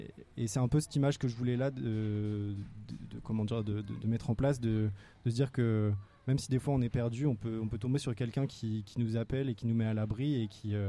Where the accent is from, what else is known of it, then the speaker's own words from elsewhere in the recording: Brest, Brittany, France; je suis de Brest, du coup j'ai des connexions là-bas.